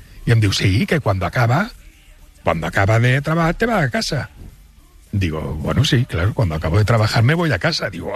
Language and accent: Catalan; Catalonia, Spain; I jo pensava, és perquè sóc català.